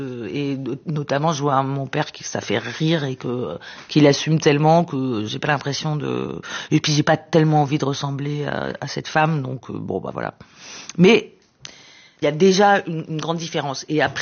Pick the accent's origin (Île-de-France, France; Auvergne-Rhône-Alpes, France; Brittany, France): Île-de-France, France; Sarcelles; Et je venais de Sarcelles qui était tout blanc, tout moderne.